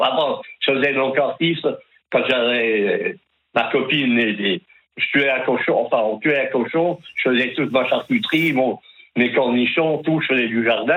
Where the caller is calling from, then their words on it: Dijon, Bourgogne-Franche-Comté, France; Je suis à la Banque alimentaire de Bourgogne, à Dijon.